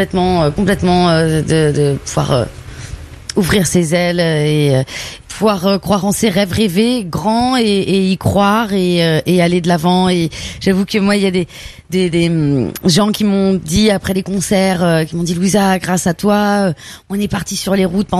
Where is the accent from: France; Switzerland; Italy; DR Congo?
France; Brittany; born there; moved away; also born or lived in Réunion; je suis le fruit du métissage. Ma mère est brésilienne, je suis née en Bretagne.